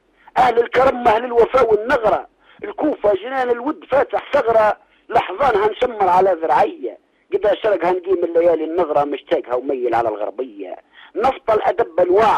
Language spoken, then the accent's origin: Arabic; Tozeur Governorate, Tunisia; born there; نمدح جريد العز عز الغاية على حبة ثرى جنوبية حياة أهلي وناسي ومدحت أرض جدود مسقط راسي